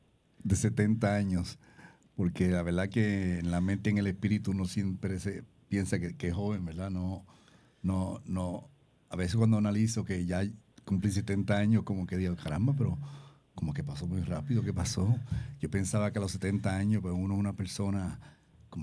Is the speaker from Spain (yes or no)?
no; Puerto Rico; Y yo vivo en Puerto Rico, soy ahora el único puertorriqueño que vive en Puerto Rico, que participa de este deporte en Estados Unidos, y el más viejo también que está jugando.